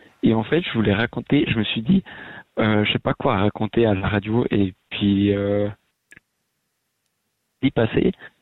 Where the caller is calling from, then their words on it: Lausanne, Vaud, Switzerland; Alors là, je suis à Lausanne.